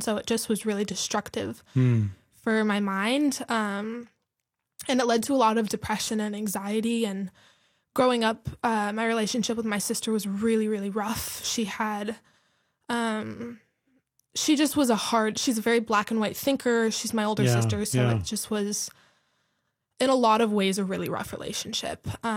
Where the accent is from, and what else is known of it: Bend, Oregon, United States; born or raised there